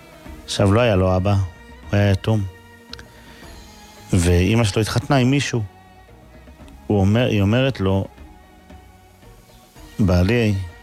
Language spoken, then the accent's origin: Hebrew; Kiryat Ata, Haifa District, Israel; כשהייתי ילד קטן בקריית אתא